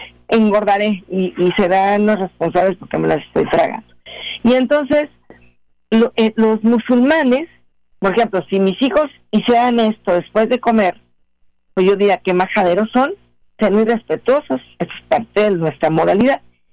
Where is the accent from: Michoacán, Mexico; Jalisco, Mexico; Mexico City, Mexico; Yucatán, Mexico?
Mexico City, Mexico; Yo nací en la Ciudad de México, orgullosamente soy chilanga.